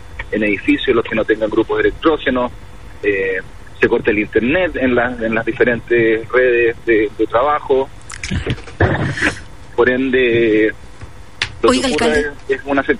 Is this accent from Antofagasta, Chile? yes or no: yes; Antofagasta, Chile; como somos los antofagastinos, cuando llueve nos preocupamos del techo